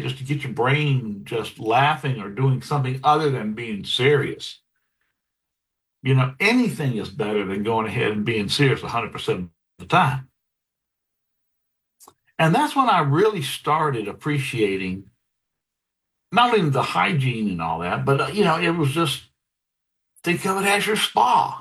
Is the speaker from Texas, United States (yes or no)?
yes; Columbus, Texas, United States; born there; I know where LaGrange is. I was born in Columbus, Texas.